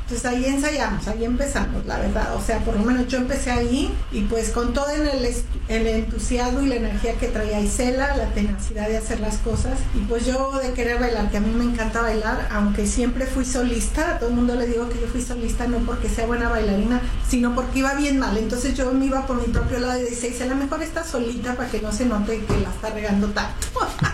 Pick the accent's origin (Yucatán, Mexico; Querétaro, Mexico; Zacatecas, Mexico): Zacatecas, Mexico; born there; aparte que yo nací en Zacatecas, una ciudad muy cultural, muy llena de historia, que en realidad inspira a lo que es la creatividad y el arte.